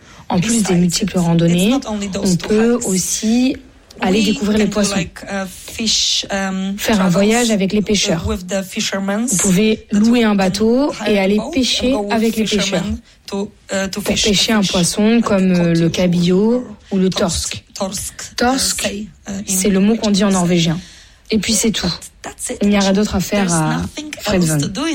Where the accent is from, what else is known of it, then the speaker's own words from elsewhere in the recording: Poland; French is a second language; moved away as an adult; now in Norway; Je suis de Pologne et j'ai passé toute ma vie en Pologne.